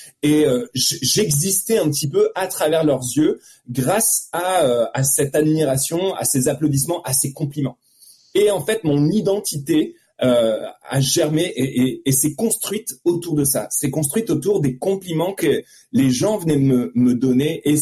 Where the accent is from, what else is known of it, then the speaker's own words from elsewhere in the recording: Hauts-de-France, France; moved away; Je suis un ch'ti ou en tout cas, je suis né dans le nord de la France. J'ai fait mes 20 premières années dans le nord de la France.